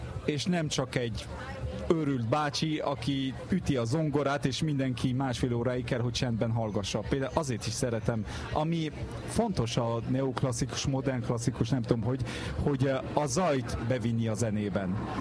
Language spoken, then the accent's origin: Hungarian; France; Én francia vagyok.